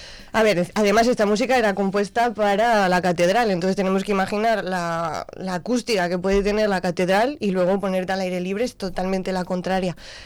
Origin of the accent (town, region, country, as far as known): Zamora, Castile and León, Spain